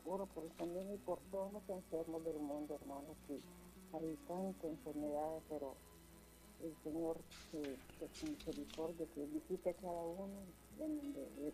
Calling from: Guatemala

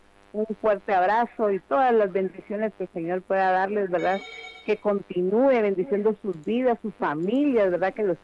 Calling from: Villa Canales, Guatemala Department, Guatemala; Yo le llamo desde Aldea El Durazno, Villa Canales.

